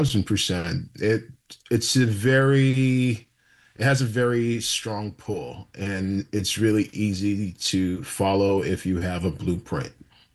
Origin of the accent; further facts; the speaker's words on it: New York City, New York, United States; moved away as an adult; now in Florida, United States; growing up in New York City